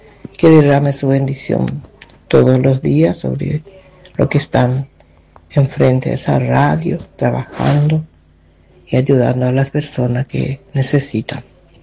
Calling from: Ponta Porã, Mato Grosso do Sul, Brazil; de Punta Porá.

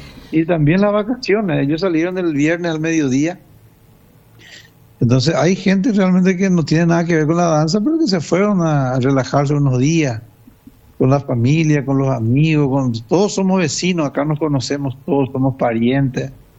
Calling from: Colonia Independencia, Guairá, Paraguay; nosotros somos de Colonia Independencia. Vivimos acá a orillas del Cerro de Uturuzú

